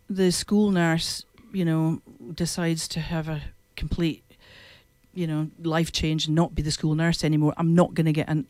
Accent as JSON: {"language": "English", "region": "Scotland", "country": "United Kingdom", "tie": "born or raised there", "moved": "as an adult", "lives_now": "Margaret River, Australia", "said": "I grew up in the country. I wasn't a city girl at all Scotland."}